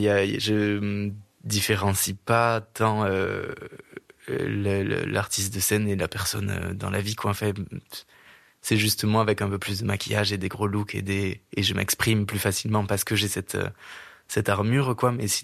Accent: Occitanie, France; J'ai pas mal bougé parce que j'ai grandi en Aveyron, mais au divorce de mes parents, ma mère a été mutée à gauche à droite avec son travail.

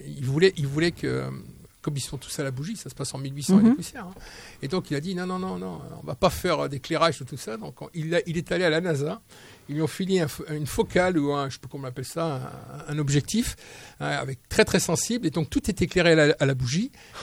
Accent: France; on est français

